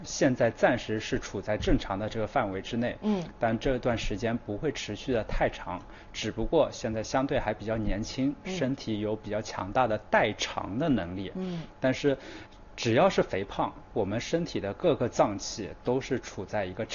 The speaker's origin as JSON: {"language": "Chinese", "country": "China"}